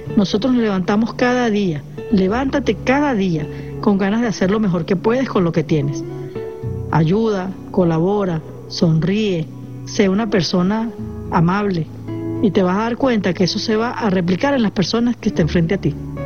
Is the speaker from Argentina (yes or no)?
no; Venezuela; nosotros como venezolanos tenemos esa capacidad, ese mecanismo mental de salir adelante con una sonrisa.